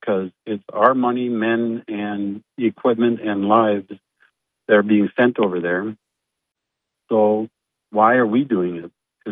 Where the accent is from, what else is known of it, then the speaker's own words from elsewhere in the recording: Kentucky, United States; I've been vacationing over by Detroit Lakes and I'm originally from Kentucky area